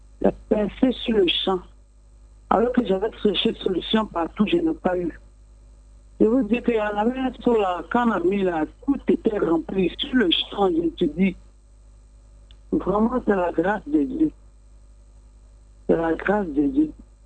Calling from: Bingerville, Abidjan, Côte d’Ivoire; J'appelle de Benjerville

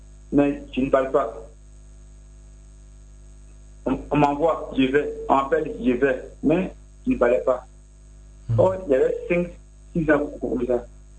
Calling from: Abidjan, Côte d’Ivoire; J'appelle Yopougon Biabou.

